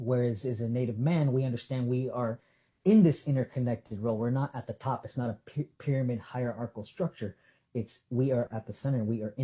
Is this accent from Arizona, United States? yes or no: yes; Salt River, Arizona, United States; growing up in Salt River